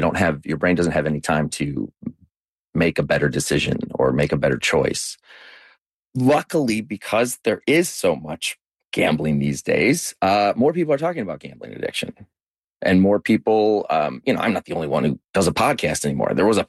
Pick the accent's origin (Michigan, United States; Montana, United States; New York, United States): Michigan, United States; And back when I grew up in Michigan.